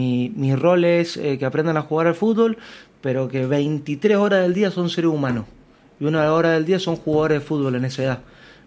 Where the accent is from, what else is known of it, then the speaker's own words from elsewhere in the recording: Argentina; somos argentinos.